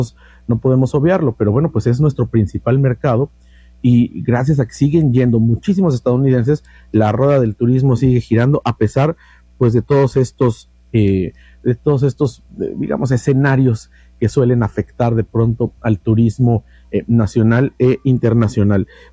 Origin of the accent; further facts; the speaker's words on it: Mexico; nosotros como mexicanos hemos seguido viajando e incrementando el número de viajeros a los Estados Unidos